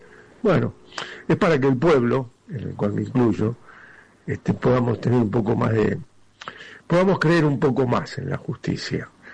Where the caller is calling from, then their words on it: Villa Martelli, Buenos Aires Province, Argentina; de Martelli